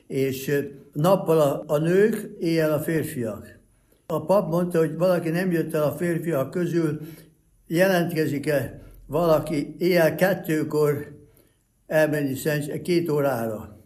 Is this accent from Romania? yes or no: yes; Oradea, Bihor, Romania; moved away as an adult; also born or lived in Budapest, Hungary / Szeged, Hungary; now in United States; Budapesten születtem, 4 éves koromban elkerültünk, nagyszüleim, édesapámat kinevezték Fölhosszú Nagyváradra, ami akkor magyar lett egy pár évre, 40-be, és aztán ott növelkedtem